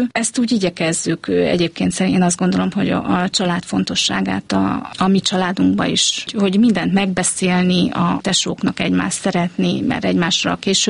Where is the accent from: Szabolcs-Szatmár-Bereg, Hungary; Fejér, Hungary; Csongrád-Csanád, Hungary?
Csongrád-Csanád, Hungary; Szeged; born there; Igen, hát én Szegeden születtem